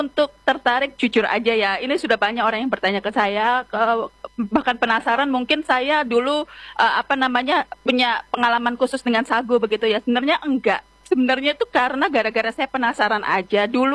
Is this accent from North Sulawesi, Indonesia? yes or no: no; Yogyakarta, Special Region of Yogyakarta, Indonesia; born or raised there; moved away as an adult; now in Jayapura, Indonesia